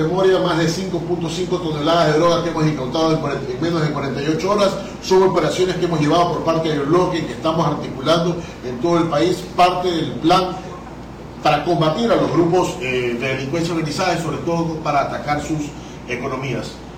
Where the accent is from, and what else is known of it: Ecuador